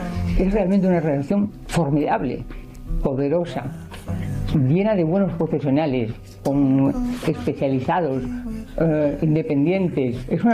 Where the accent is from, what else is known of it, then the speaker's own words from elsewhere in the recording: Madrid, Community of Madrid, Spain; born there; Yo nací en Madrid